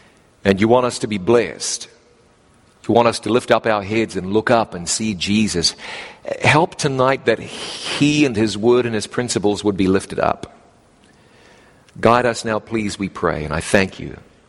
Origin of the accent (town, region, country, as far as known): New Zealand; born or raised there